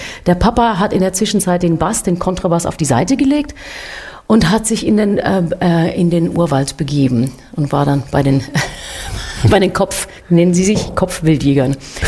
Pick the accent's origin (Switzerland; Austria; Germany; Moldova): Switzerland; ist jetzt auch bei uns in der Schweiz jetzt gerade, blase ich mich gerne mal auf, weil wir Schweizer sind ja sonst so bescheiden